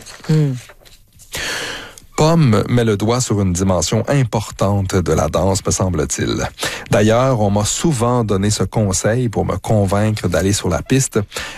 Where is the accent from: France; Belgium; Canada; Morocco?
Canada; Quebec; Faut dire que j'ai grandi dans le Québec des années 80 et en tant que garçon, danser c'était pour les efféminés